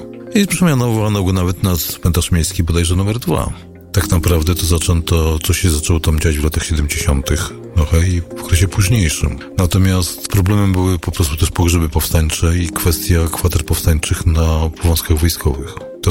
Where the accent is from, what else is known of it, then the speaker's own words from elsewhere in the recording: Warsaw, Masovian Voivodeship, Poland; Ja wiedziałem jako historyk warszawiak, na co się porywam.